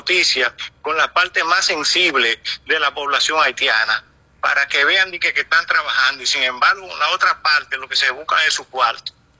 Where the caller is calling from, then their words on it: Dominican Republic; nosotros, los dominicanos